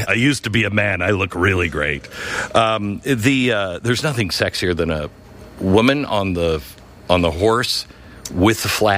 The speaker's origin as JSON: {"language": "English", "region": "the West", "country": "United States", "tie": "born or raised there", "said": "I grew up in the West"}